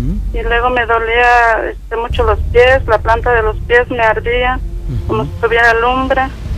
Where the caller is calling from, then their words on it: Zapopan, Jalisco, Mexico; En Zapopan, Jalisco